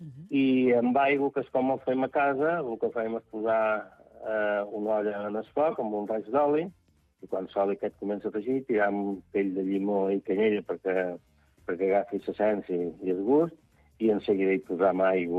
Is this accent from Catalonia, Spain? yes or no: no; Santa Eulària des Riu, Balearic Islands, Spain; Avui, jo som de Sant Eulari, no som de Sant Joan.